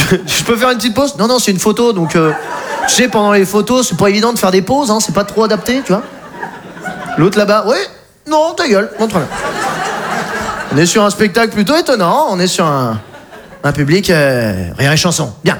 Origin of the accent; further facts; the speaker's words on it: Rambouillet, Île-de-France, France; Bah moi je suis français. Je viens de Rambouillet.